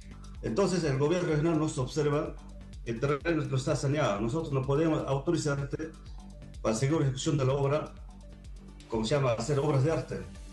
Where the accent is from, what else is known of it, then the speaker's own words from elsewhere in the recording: Colcabamba, Ancash, Peru; yo soy de Colcabamba, nacido y crecido